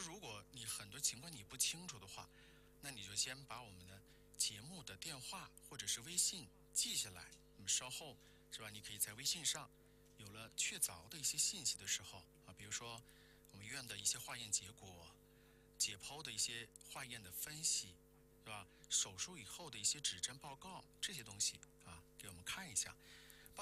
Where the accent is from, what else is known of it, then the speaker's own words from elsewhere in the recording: Wuhan, Hubei, China; 我们武汉人说梗到了，